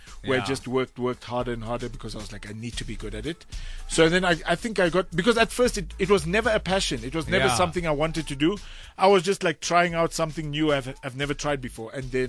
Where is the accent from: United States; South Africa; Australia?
South Africa; So we're all South African.